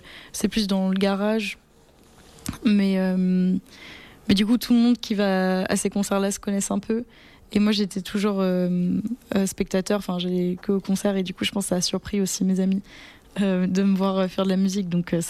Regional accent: Nouvelle-Aquitaine, France; moi, j'ai grandi en Charente, pas, où il n'y avait pas la mer, du coup, mais de la très belle campagne.

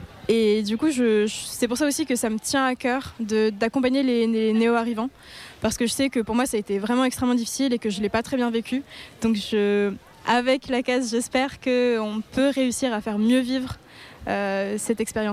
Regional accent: Réunion; moved away as an adult; now in Bordeaux, France; moi je viens de La Réunion. Je suis arrivée pour ma 2e année de pharmacie à Bordeaux.

